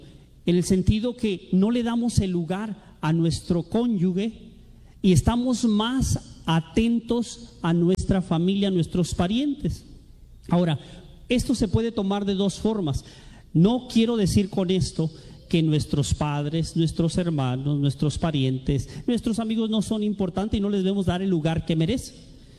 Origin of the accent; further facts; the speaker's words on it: Tijuana, Baja California, Mexico; born there; Ellos están ahí en el sur de México. Yo nací aquí en Tijuana y solamente mi mamá y yo.